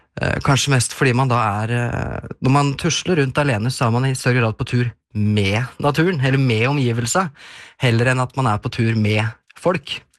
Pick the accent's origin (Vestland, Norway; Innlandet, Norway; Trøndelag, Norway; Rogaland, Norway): Innlandet, Norway; Løten; jeg har jo vokst opp I Mjøsperiferien, kan du kanskje kalle det. Jeg kom fra Løten, så det jo rett øst for... Rett øst for Mjøsa.